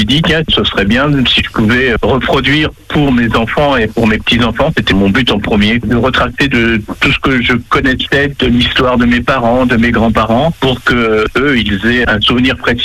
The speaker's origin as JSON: {"language": "French", "town": "Tournai-sur-Dive", "region": "Normandy", "country": "France", "tie": "born or raised there", "said": "Dans mon village natal de Tournay-sur-Dives."}